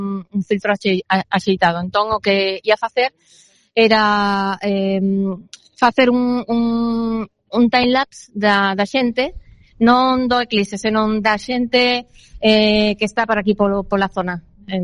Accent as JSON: {"language": "Galician", "town": "Seville", "region": "Andalusia", "country": "Spain", "second_language": "Galician", "moved": "yes", "lives_now": "Galicia, Spain", "said": "Sí. Son de Sevilla, pero vivo xa aquí hai 10 anos ou máis."}